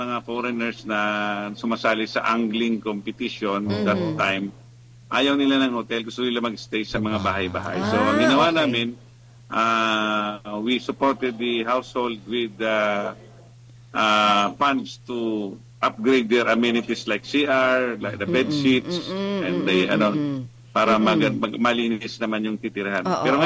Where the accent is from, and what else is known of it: San Jose, Bicol Region, Philippines